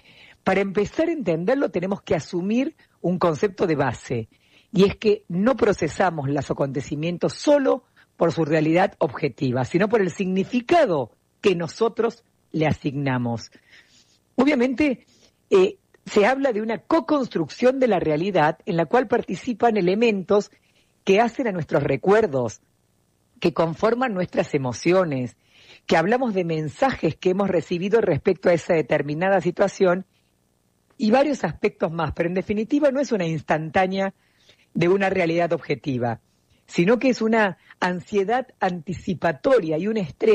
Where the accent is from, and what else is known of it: Argentina